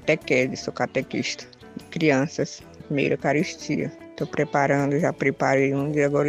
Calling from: Cajazeiras, Piauí, Brazil; dando início à nova etapa aqui na cidade de Cajazeiras, no Piauí, região de Oeiras, né? Pertence à paróquia de Oeiras.

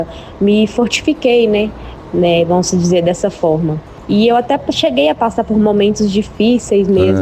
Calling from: Patos de Minas, Minas Gerais, Brazil; eu falo de Patos de Minas, Minas

